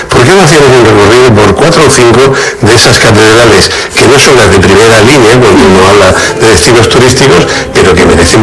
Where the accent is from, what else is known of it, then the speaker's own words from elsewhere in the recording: Spain; en España tenemos catedrales maravillosas